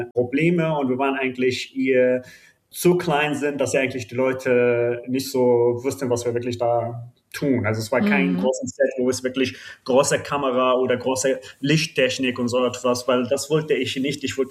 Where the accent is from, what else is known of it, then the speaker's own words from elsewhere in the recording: Syria; Wir arbeiten daran als syrische Filmemacher und Macherin. Für mich war es wichtig, dass das also meine Heimat in dieser Zeitphase begleite